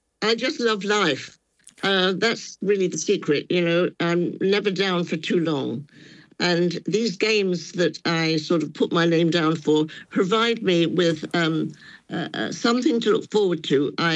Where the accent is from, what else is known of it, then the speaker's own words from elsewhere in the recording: London, United Kingdom; born there; So I can honestly say that although I was born in London, I have very fond memories of Scotland.